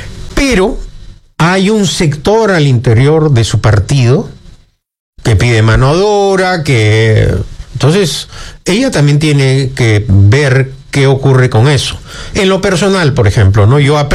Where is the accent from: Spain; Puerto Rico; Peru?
Peru; Naturalmente, como todo peruano, deseo que le vaya bien a su gobierno, porque si le va mal, eso va a afectar a los peruanos.